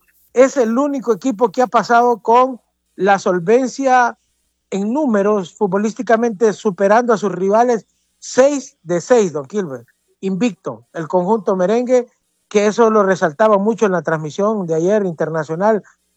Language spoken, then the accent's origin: Spanish; Honduras; yo soy hondureño, yo no soy... Bueno, sí tengo raíces salvadoreñas porque mi mamá es salvadoreña, pero yo amo mi patria. Me crié acá, aquí estudié, aquí me formé, aquí trabajo. Tengo raíces